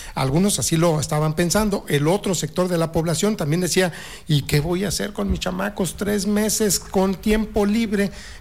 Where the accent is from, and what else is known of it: Mexico